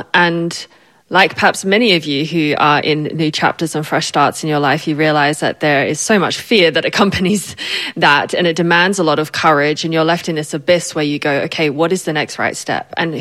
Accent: Australia; accent: hybrid Australian-British; also born or lived in United Kingdom; now in Switzerland; I am Australian and British, hence the hybrid accent, and currently live in Switzerland.

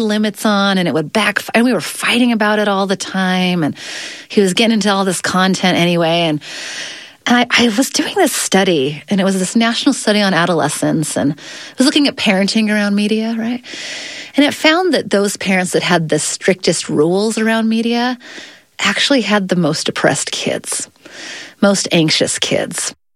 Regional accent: Utah, United States; so I'm from Utah, and there was a lot of talk about banning social media in this state for anyone below the age of 18.

